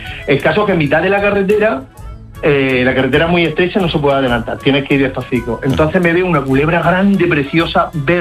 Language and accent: Spanish; Murcia, Region of Murcia, Spain; Yo soy de Murcia, y los de Murcia nos vamos a veranear o a la playa, a pasar calor como perros, o nos vamos a la montaña que por la noche se está fresquillo.